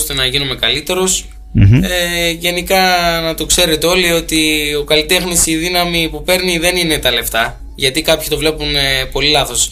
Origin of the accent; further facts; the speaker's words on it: Central Macedonia, Greece; στο σύλλογο που μεγάλωσα στα Λόνια